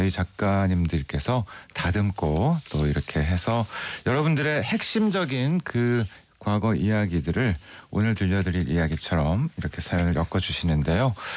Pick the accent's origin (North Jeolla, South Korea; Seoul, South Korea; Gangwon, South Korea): Seoul, South Korea; also born or lived in Daegu; 제가 서울 사람인데 어떻게 롯데 자이언츠의 팬이 되었느냐를 얘기할 타이밍입니다. 저는 서울 사람.